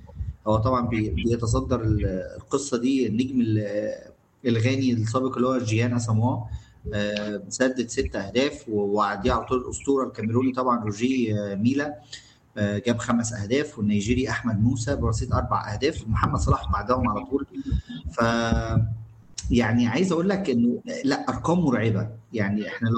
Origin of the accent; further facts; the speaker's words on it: Egypt; أنا شخصيا كمصري وكعربي وكأفريقي